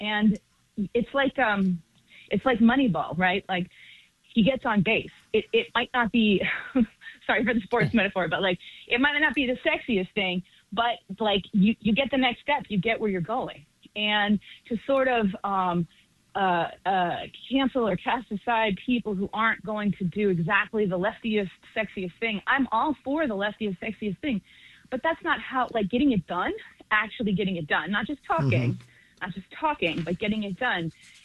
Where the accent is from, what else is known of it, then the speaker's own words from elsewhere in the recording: Boston, Massachusetts, United States; moved away as an adult; now in Bronx, New York, United States; I've been in New York 20 years, but I grew up in Boston, and I was about 16 when Barney Frank came out.